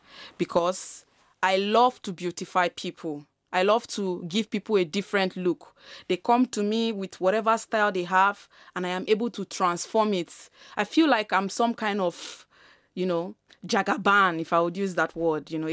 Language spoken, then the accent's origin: English; Nigeria; now in Vienna, Austria; I'm African, I'm Nigerian, and I'm living here in Vienna.